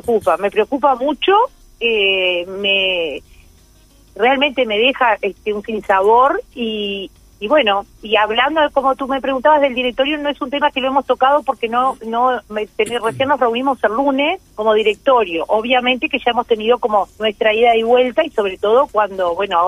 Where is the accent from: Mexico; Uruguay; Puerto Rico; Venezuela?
Uruguay